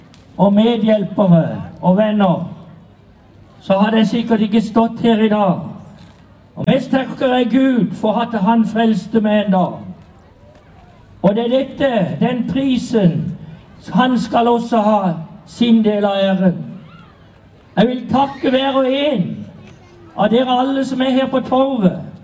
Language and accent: Norwegian; Kristiansand, Agder, Norway; now in Farsund, Norway; den dagen jeg kom inn i denne byen i 1962. Jeg kommer jo da fra Kristiansand, som alle vet.